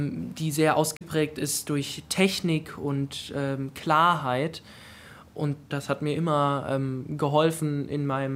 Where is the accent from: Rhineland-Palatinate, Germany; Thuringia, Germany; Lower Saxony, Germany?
Thuringia, Germany; Weimar; born or raised there